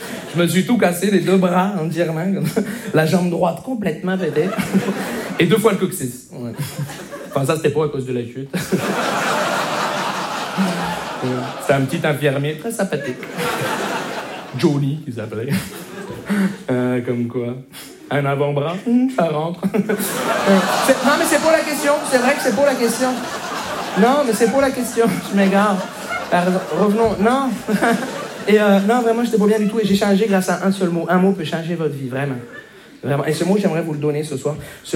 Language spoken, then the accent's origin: French; Montreal, Quebec, Canada; je viens de Montréal.